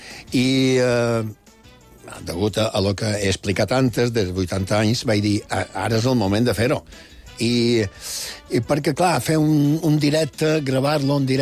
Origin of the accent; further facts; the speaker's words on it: Santa Maria del Camí, Balearic Islands, Spain; now in Mallorca and Barcelona, Spain; Primer de tot en ses monges, quan era petitó. I després a l'escola pública de Santa Maria.